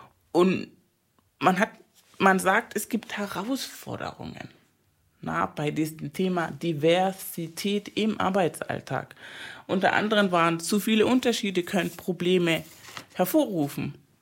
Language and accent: German; Venezuela; Ich bin ja aus Venezuela und ich war in Kuba